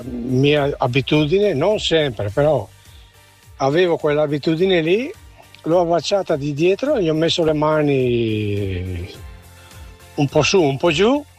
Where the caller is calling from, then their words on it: Verona, Veneto, Italy; di Verona